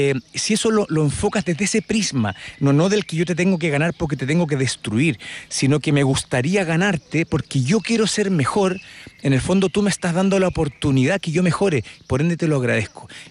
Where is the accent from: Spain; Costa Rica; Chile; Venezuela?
Chile; yo soy chileno, como recién José lo mencionaba, ¿no? Una persona muy adicta al deporte toda la vida, y hace justo 20 años, justo en junio del 2006, época del Mundial de Alemania, estaba trabajando en la India